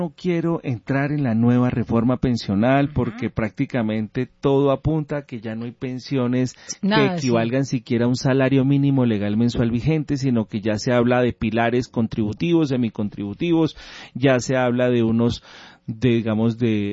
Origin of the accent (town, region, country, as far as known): Colombia